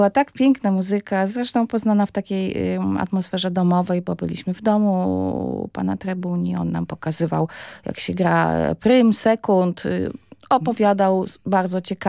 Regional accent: Masovian Voivodeship, Poland; born there; also born or lived in Opole; Ja się urodziłam w Opolu. Bardzo krótko tam mieszkałam, wczesne dzieciństwo, potem rodzina wyniosła się na Mazowsze.

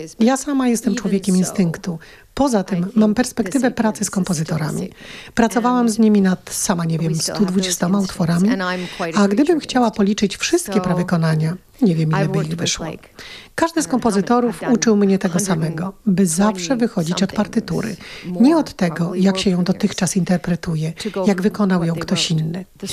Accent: Canada; Polish is a second language; also born or lived in Netherlands; now in France; jestem Kanadyjką, 20 lat żyłam w Holandii, od 10 lat mieszkam we Francji, gdzie nawet nie mogę głosować.

